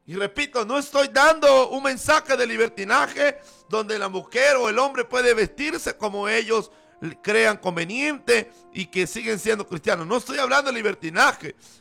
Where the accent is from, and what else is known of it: El Salvador